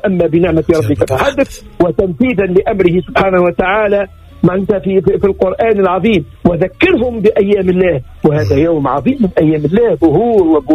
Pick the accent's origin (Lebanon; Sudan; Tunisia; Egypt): Tunisia; وتعرف احنا عندنا في تونس